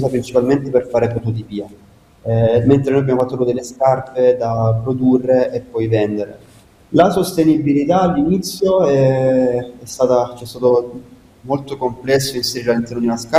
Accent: Casarano, Apulia, Italy; nonostante sia io e che Marco siamo nati e cresciuti a Caserano

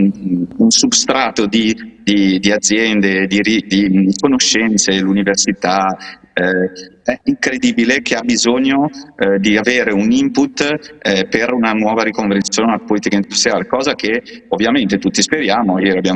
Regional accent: Genoa, Liguria, Italy; io sono di Genova

